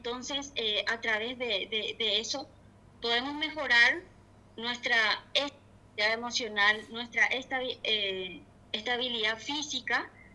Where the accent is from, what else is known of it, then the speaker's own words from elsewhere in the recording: Santiago, Misiones, Paraguay; now in Asunción, Paraguay; soy de originalmente de Santiago Misiones.